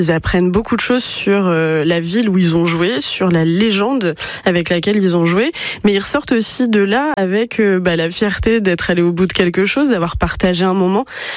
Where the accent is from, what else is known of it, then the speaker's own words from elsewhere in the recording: Brittany, France; Donc, j'ai grandi en Bretagne